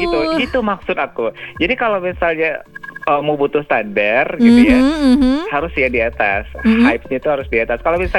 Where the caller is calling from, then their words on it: West Sumatra, Indonesia; kita orang Minang ini